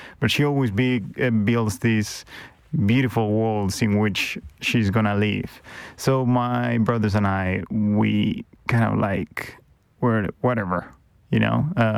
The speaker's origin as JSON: {"language": "English", "town": "Madrid", "region": "Community of Madrid", "country": "Spain", "tie": "born or raised there", "said": "I grew up in Madrid, and I studied journalism in Madrid."}